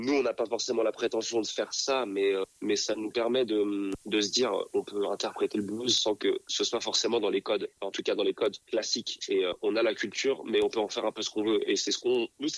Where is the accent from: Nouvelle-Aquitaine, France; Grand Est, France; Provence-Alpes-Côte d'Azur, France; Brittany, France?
Brittany, France; Rennes; parce que je suis rennais moi de base.